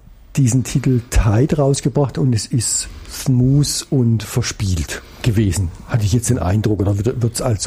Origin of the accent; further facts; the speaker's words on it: West Germany, Germany; moved away as an adult; Als Wessi kannte ich den Film nicht.